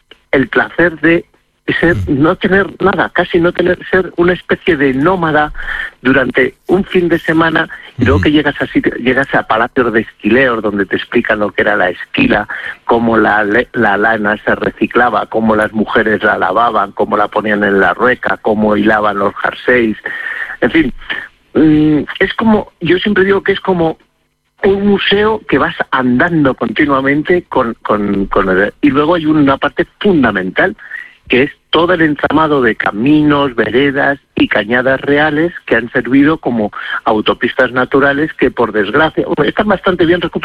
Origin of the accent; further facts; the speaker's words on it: Castile and León, Spain; also born or lived in Madrid; Pero bueno, ¿cómo no lo voy a conocer si es mi tierra? Si es que yo me crié tirando cantos a los del Polo de Arriba, a los de la Navasequilla y los de la Lastra me tiraban cantos a mí